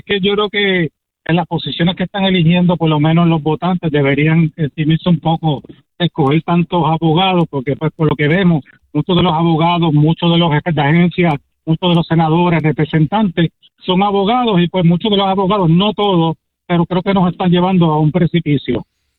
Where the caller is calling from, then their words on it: Salinas, Puerto Rico; soy de Salinas.